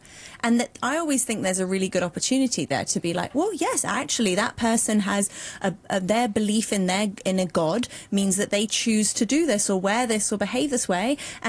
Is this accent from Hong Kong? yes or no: yes; Hong Kong; what they learn in school is different to how I learned in school growing up in Hong Kong.